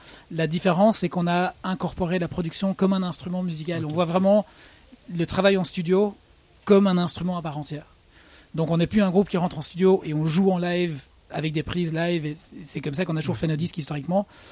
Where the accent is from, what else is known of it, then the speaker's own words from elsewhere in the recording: England, United Kingdom; French is a second language; also born or lived in Brussels, Belgium; Donc Ziggy est suédois, Romain est français. Moi, je suis anglais d'origine. Mais on vivait tous les trois à Bruxelles.